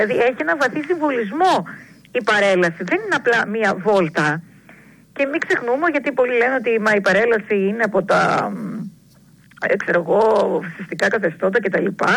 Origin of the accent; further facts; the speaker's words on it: Greece; και εγώ και εσύ είμαστε Έλληνες.